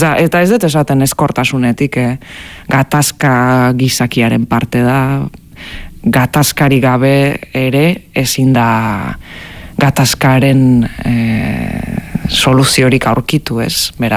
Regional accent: Basque Country, Spain; euskalduna naiz, eta gauza batzutaz arro nago, beste batzuetat, ez, baina nere jatorria eta nere bihotza ere hor dago

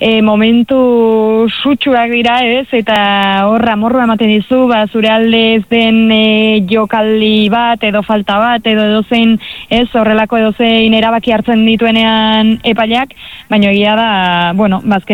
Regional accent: Lesaka, Navarre, Spain; baina nire herrian, Lesakan, oroitzena iz

